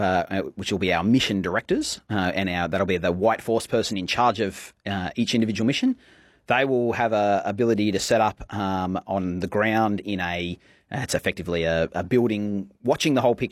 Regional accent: Gilgandra, New South Wales, Australia; Gilgandra is my hometown. For those not aware, in Western New South Wales, small town of about 2,000 to 2,500 people. I grew up on a farm there as a young fella.

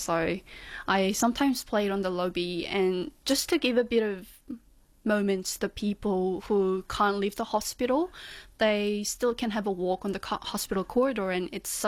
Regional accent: South Korea; now in Australia; hi, actually, I'm from South Korea. Nice to meet you. … I came to Australia for these reasons

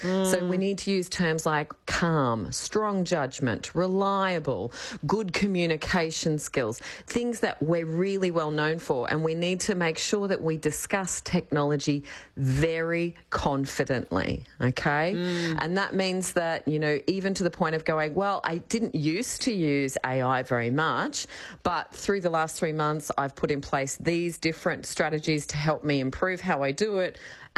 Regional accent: Australia; Well, it feels weird as an Australian.

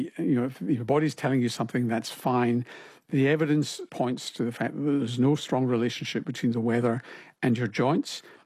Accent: Glasgow, Scotland, United Kingdom; now in Australia; Glasgow, my hometown, suggests that it's easier to get out and exercise and be fitter and healthier.

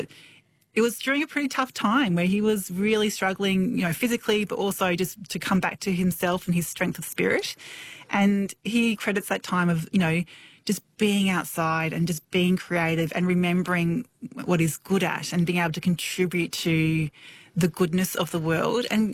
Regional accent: Brisbane, Queensland, Australia; I grew up in Brisbane, and when I go back there, I was like, oh, I just feels like, you know, it's home is in your bones.

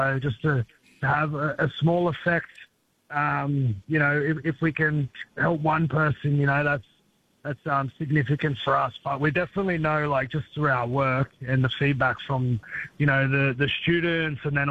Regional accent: Australia; So as an Australian, I feel like we should want to learn more about it.

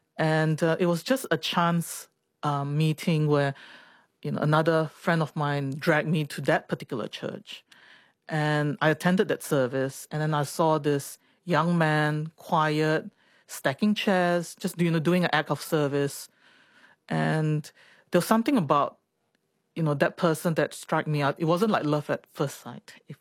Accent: Singapore; church is something that I grew up in Singapore. And maybe perhaps when I was a kid, it was felt like more like obligation that I had to go to church, because my parents went on Sundays.

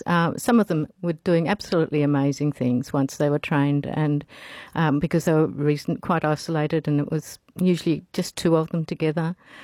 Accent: Tasmania, Australia; moved away as an adult; also born or lived in South Australia / Papua New Guinea; now in Northern Territory, Australia; I've lived a few places, but I was born and bred in Tasmania, and I've lived in South Australia for a short period, Papua New Guinea. I went back to Tasmania and then to the Territory.

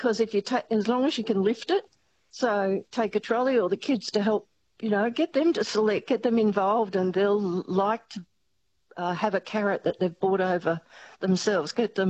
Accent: Queensland, Australia; I mean, I come from Queensland 30 years ago, and we grow the best pineapples in the world.

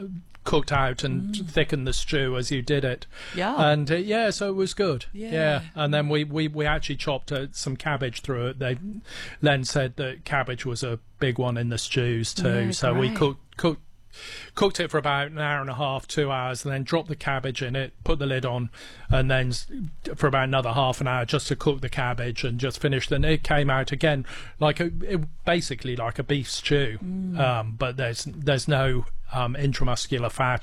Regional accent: Wales, United Kingdom; born there; they're a bit like a Welsh cake, and I'm Welsh by descent, by birth and things

